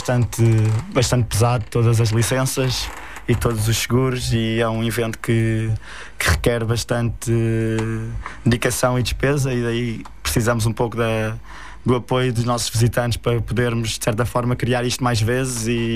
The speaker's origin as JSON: {"language": "Portuguese", "town": "Ericeira", "region": "Lisbon", "country": "Portugal", "tie": "born or raised there", "said": "Eu nasci aqui na Ericeira."}